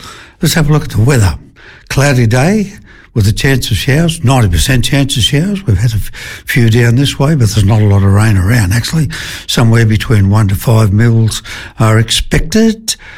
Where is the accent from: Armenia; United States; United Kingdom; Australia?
Australia; Bathurst, New South Wales; some early experiences that I encountered growing up in Bathurst.